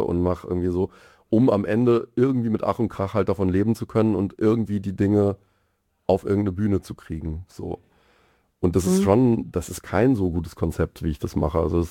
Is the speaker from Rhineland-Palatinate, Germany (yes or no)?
yes; Mainz, Rhineland-Palatinate, Germany; moved away as an adult; now in Mannheim, Germany; Ich bin Mainzer eigentlich und bin halt vor jetzt bald 20, also 2008, na gut, noch nicht ganz 20 Jahre, aber geht auf die 20 Jahre halt zum Studieren dann eben an die Popakademie gekommen.